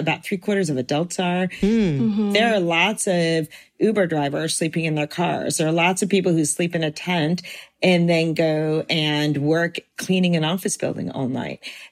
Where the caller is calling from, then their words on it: California, United States; I'm calling in from the Bay Area, and here, like in most of California and the West Coast